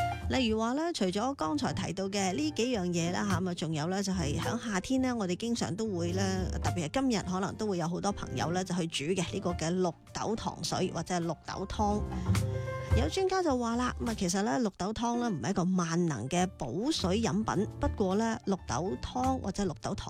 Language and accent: Cantonese; Guangdong, China; 我哋广东人好中意咧，就系例如话用冬瓜啦、丝瓜啦、啊青菜汤啦呢啲简单嘅清汤啦